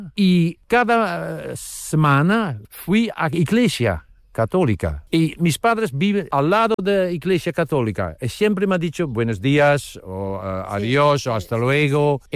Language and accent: Spanish; North Brabant, Netherlands; Spanish is a second language; Ahora vivimos en Limde. Es alrededor, es entre Eindhoven y 's-Hertogenbosch. Es en el sur de Holanda.